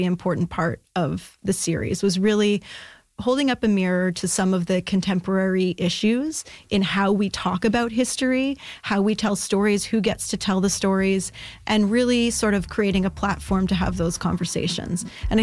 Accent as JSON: {"language": "English", "town": "Ottawa", "region": "Ontario", "country": "Canada", "said": "I'm actually from Ottawa originally"}